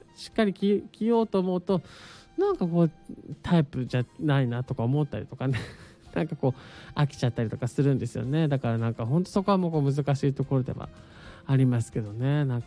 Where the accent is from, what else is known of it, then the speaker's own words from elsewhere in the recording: Yamanashi, Japan; now in Tokyo, Japan; 私が出ました山梨県にね、